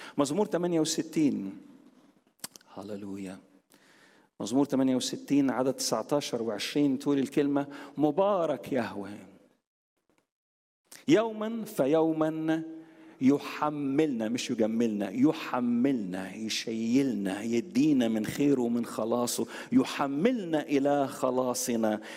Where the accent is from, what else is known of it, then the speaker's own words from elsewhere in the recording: Alexandria, Alexandria Governorate, Egypt; عندنا في اسكندرية في سيدي بشر شارع الجمعية، شارع الجمعية، كنا احنا في شارع الشهيد